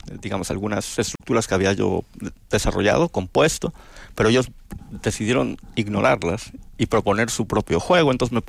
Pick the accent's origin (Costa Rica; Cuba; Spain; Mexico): Mexico; Mexico City; born there; Yo sí, nací en Ciudad de México y pensé que estaba desarrollando una tesis que nunca terminé.